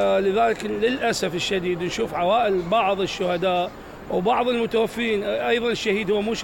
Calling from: Iraq

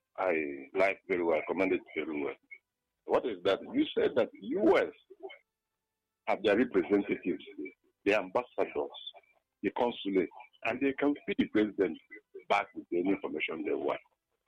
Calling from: Enugu, Enugu State, Nigeria; I'm from Enugu.

